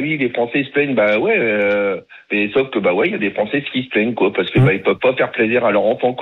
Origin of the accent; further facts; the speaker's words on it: France; Tandis que moi, je suis un Français et je préfère payer mes factures et pas partir en week-end, quoi.